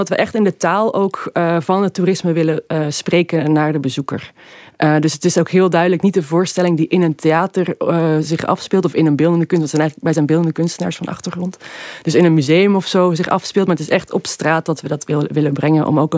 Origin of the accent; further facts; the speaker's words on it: Amsterdam, North Holland, Netherlands; now in Brussels, Belgium; Nee, ik kom uit Amsterdam en woon in Brussel.